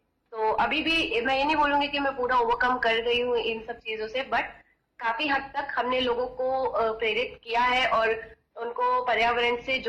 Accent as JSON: {"language": "Hindi", "town": "Kanpur", "region": "Uttar Pradesh", "country": "India", "moved": "yes", "lives_now": "Bacheli, India", "said": "और मैं बेसिकली तो मैं यूपी से बिलोंग करती हूँ, कानपुर से हूँ मैं, बट हम यहाँ शिफ्ट कर गए थे दंतेवाड़ा बचेली में"}